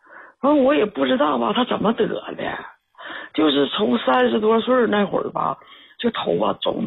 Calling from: Heilongjiang, China; 我是黑龙江的。

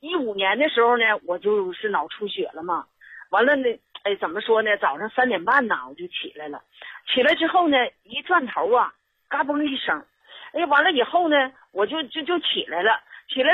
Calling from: Liaoning, China; 哎，我是东北辽宁这边的。

